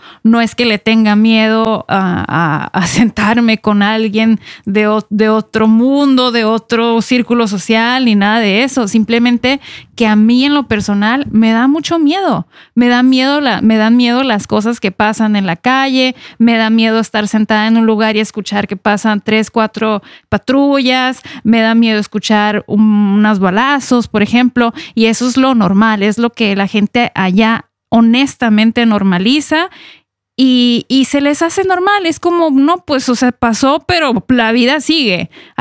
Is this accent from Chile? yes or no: no; Ensenada, Baja California, Mexico; born or raised there; moved away